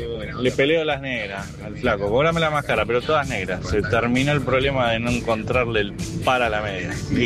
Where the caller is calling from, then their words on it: Bahía Blanca, Buenos Aires Province, Argentina; de Bahía Blanca acá.